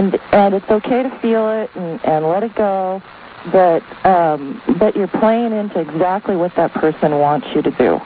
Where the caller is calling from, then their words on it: Homer, Alaska, United States; from Homer, Alaska.